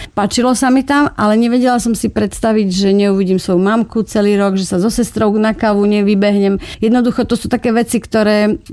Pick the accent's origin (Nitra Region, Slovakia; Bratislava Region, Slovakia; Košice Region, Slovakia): Košice Region, Slovakia; Košice; Ja sa hanbím za to, že som Košičanka